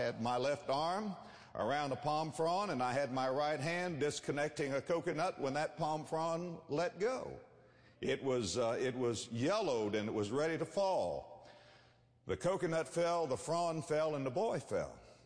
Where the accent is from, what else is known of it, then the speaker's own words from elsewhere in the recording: West Palm Beach, Florida, United States; I was raised in West Palm Beach, Florida.